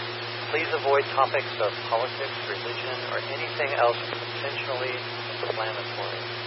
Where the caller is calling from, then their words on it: Oak Hill, Texas, United States; I'm from Oak Hill using the 147.320 repeater.